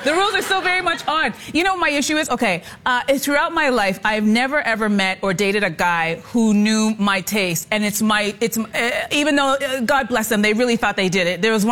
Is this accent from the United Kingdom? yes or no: yes; England, United Kingdom; Can you tell I'm right English?